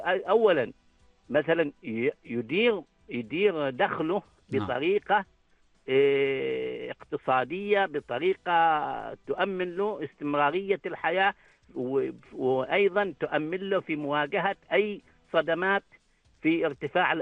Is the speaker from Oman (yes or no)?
yes; Oman; لنا نحن كعمانيين